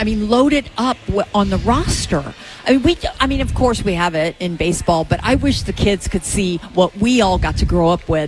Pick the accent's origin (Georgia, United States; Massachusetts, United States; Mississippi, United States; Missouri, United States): Missouri, United States; St. Louis; Growing up in St. Louis